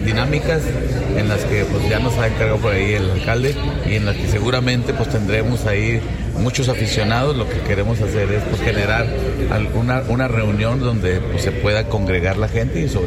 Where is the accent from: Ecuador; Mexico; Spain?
Mexico; que así somos también los mexicanos.